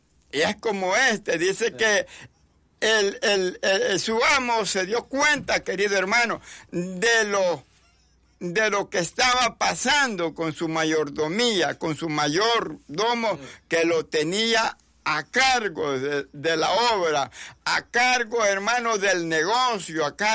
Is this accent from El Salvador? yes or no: yes; El Salvador